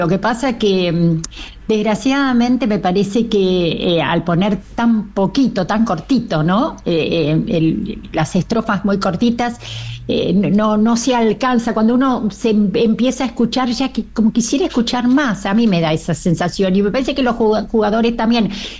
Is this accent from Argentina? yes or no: yes; Buenos Aires, Argentina; Y desde muy chica, pero muy chica, vivíamos en una casa en la calle Agüero, acá en la ciudad de Buenos Aires